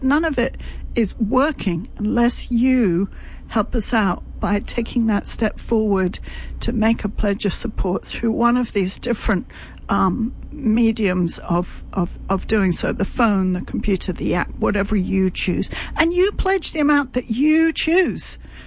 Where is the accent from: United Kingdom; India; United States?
United Kingdom; London; moved away; I just got back from London, my hometown.